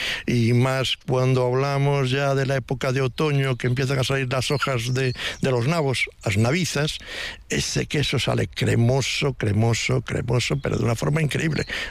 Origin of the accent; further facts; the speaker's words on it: Friol, Galicia, Spain; Claro, es que somos de Friol y defendemos tierra.